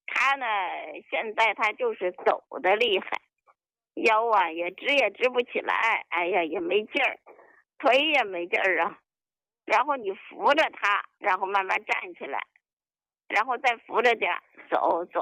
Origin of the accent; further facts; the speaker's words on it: Anshan, Liaoning, China; 哎，我是鞍山的。